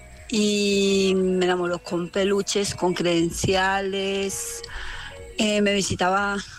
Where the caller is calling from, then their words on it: Antioquia, Colombia; Les hablo de Corregimiento de Altamira, de Tula, Antioquia.